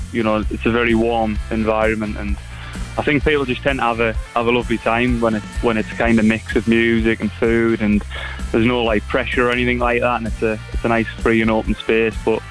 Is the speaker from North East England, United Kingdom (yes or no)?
yes; Peterlee, North East England, United Kingdom; we formed in like late 2020, early 2021, and we're from Peterlee.